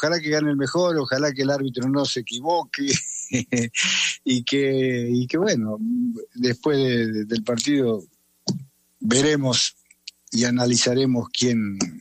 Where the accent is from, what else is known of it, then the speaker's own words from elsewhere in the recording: Argentina; Bueno, mirá, la verdad es que ya como argentino ya cansa un poquito, ¿no?